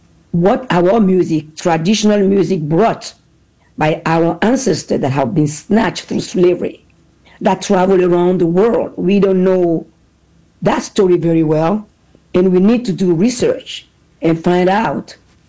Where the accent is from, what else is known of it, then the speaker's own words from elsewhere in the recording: Benin; I'm still that curious little girl growing up in Benin